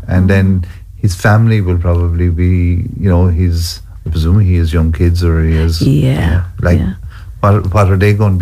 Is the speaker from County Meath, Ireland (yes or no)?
no; Kilkenny, County Kilkenny, Ireland; also born or lived in Cork; Lived in Kilkenny. Sure, I was born in Cork. That's the kind of the literal situation. And within 4 or 5 days, back to Kilkenny.